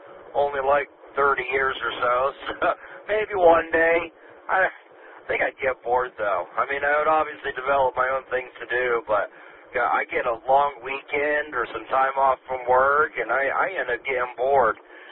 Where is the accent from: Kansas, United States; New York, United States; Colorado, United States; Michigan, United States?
Colorado, United States; Pueblo; I'm from here. I'm born and raised in Pueblo, Colorado native. I lived in Virginia for a few summers at a time when I was in high school and college as a type of an internship. But other than that, I'm born and raised here in Pueblo.